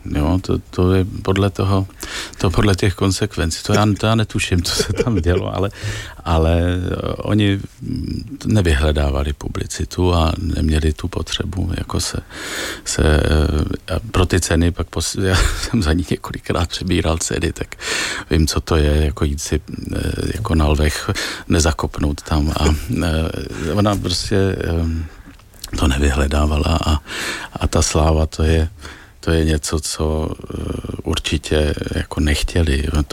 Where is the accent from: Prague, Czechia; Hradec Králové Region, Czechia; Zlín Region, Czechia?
Prague, Czechia; Já jsem vyrůstal na Smíchově, kde to jsem musel každý obden, jsme tam měli nějakou bitku už od školky